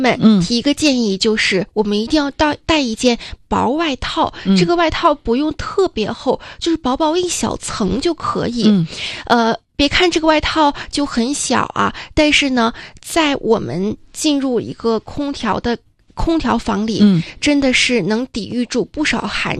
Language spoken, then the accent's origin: Chinese; China; moved away as an adult; now in Macau; 当时我真的作为一个内陆孩子，我没有见过这么大的台风要来临